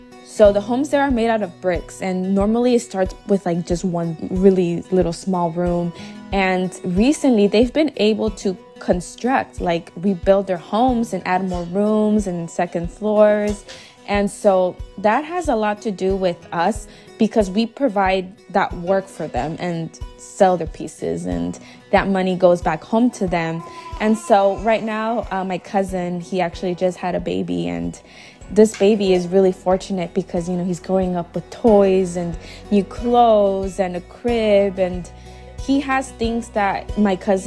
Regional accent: Bellflower, California, United States; I am from Bellflower, California.

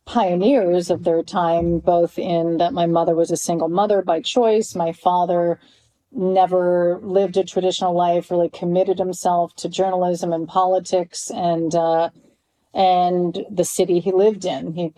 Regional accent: Canada; I was raised in Canada

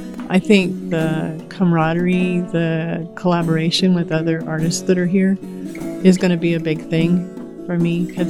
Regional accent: Emmett, Idaho, United States; born there; I'm from Image, Idaho

